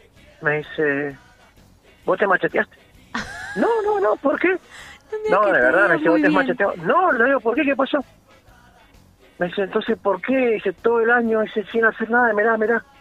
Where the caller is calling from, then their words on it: El Challao, Mendoza, Argentina; Yo ahora estoy llegando a casa acá en el Chayao.